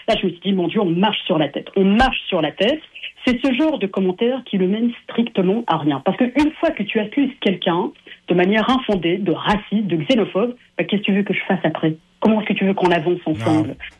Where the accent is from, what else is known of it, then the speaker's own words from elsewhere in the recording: Morocco; born there; Je suis née au Maroc, mon papa est marocain, ma mère est sri-lankaise. Tous les deux se sont rencontrés en URSS à Odessa, qui est maintenant en Ukraine. Et puis, ils ont décidé de mener leur vie ici, au Québec, après avoir vécu quelques années au Maroc.